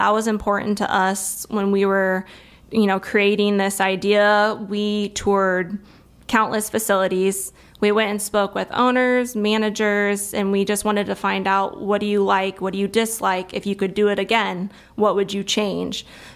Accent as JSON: {"language": "English", "town": "Fort Madison", "region": "Iowa", "country": "United States", "also_born_or_lived": "Kansas City", "lives_now": "Mount Pleasant, United States", "said": "So I'm originally from Fort Madison, but a lot of you know we've been in Mount Pleasant back in this area for the last 5 years."}